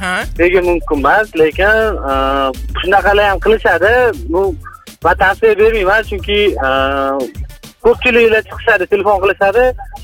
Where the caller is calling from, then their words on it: Tashkent, Uzbekistan; Toshkentdan.